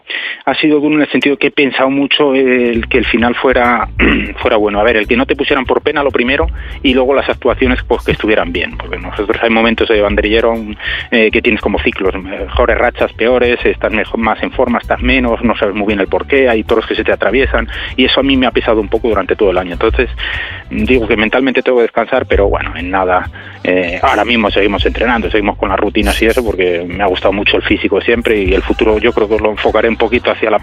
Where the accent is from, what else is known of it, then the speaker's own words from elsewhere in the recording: Zamora, Castile and León, Spain; also born or lived in Salamanca / Madrid; Oye, yo me he criado taurinamente, bueno, soy de Zamora, pero entre Salamanca y Madrid mucho